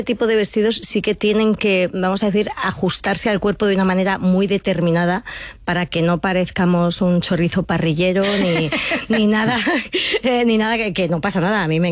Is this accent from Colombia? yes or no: yes; Colombia; siendo colombiana, debía ser embajadora de la moda colombiana